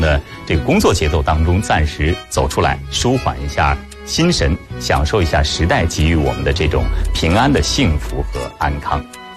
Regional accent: northern China, China; 我是地道的北方人

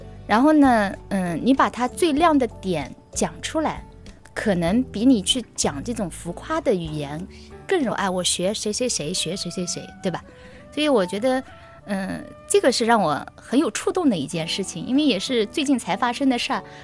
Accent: Nanjing, Jiangsu, China; born there; 我们生在南京就会觉得很自豪

